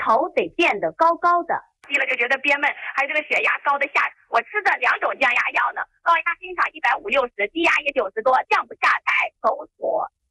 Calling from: Yueyang, Hunan, China; 我是从湖南岳阳打过来的，今年63了。

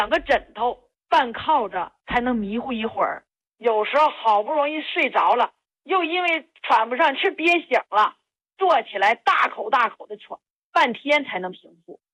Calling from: Shandong, China; 我是山东这边的，今年58。

